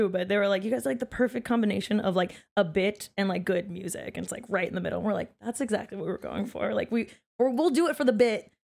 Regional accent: Pittsburgh, Pennsylvania, United States; now in New York, United States; I'm from Pittsburgh, Pennsylvania.

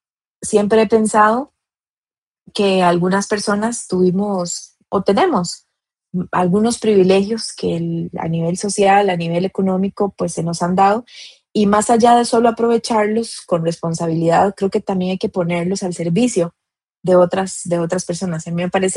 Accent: Costa Rica; tengan un pedacito de lo que yo soy, de Costa Rica y de mí.

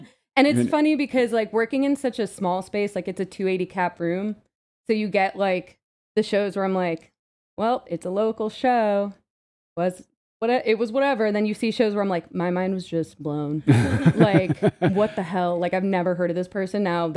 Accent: New Jersey, United States; now in New York, United States; I grew up in New Jersey.

